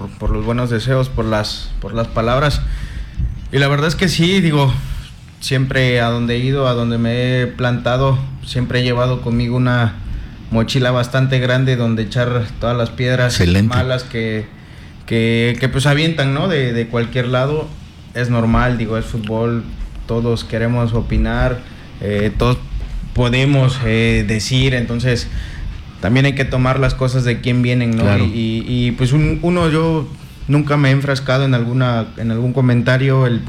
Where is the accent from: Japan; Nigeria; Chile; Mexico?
Mexico; Tuxtepec, Oaxaca; moved away as an adult; now in Chetumal, Mexico; yo soy originario de Tuxtepec, Oaxaca.